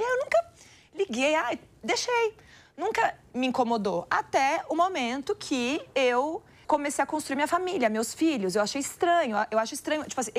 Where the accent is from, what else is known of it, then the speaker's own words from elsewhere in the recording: Salvador, Bahia, Brazil; Eu sou baiana, né? Nasci em Salvador.